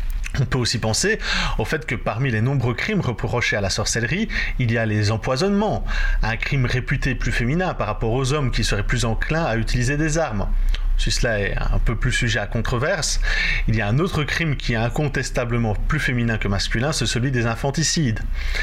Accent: Namur, Wallonia, Belgium; chez nous à Namur

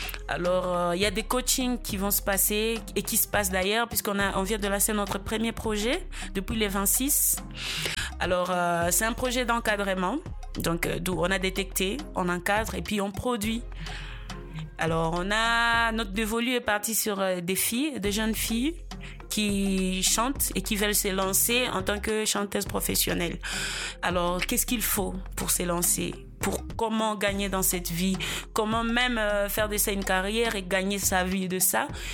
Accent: Goma, North Kivu, DR Congo; ici chez nous, à Goma

